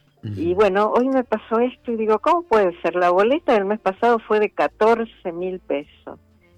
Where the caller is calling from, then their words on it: Buenos Aires, Argentina; Soy de Belgrano, soy una señora de 81 años, vivo en un departamento chico